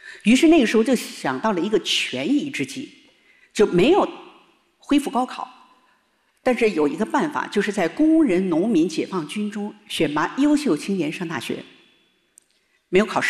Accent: Harbin, Heilongjiang, China; moved away; 回到了我的家乡哈尔滨

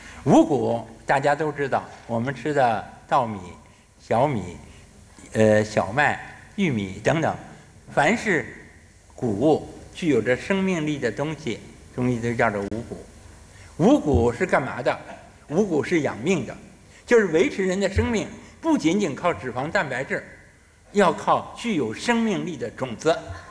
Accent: China; 我们中国人

